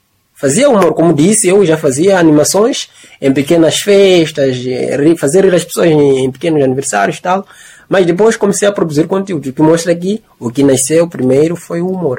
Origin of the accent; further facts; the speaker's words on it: Chimoio, Manica, Mozambique; also born or lived in Beira, Mozambique; eu nasci na Beira, estou a crescer em Chimoio